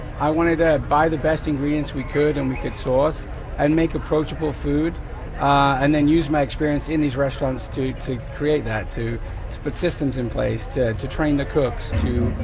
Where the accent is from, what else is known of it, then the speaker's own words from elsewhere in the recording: England, United Kingdom; moved away; I'm English. I don't have any French blood in me